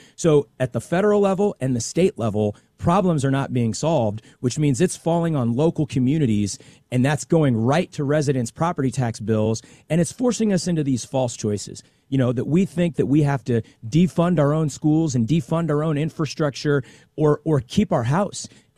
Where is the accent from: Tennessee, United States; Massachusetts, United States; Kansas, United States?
Kansas, United States; Kansas City; born and raised in the Dot, Wyandotte County, Kansas City, Kansas.